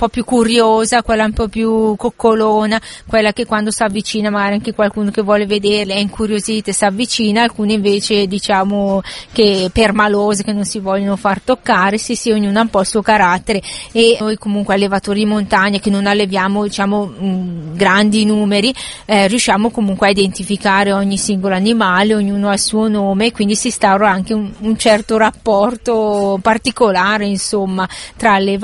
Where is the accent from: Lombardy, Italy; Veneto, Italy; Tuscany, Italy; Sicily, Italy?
Lombardy, Italy; accent: Bergamasque; in dialetto bergamasco, il nostro dialetto